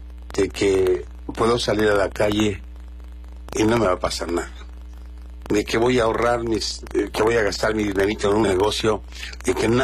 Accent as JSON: {"language": "Spanish", "country": "Mexico"}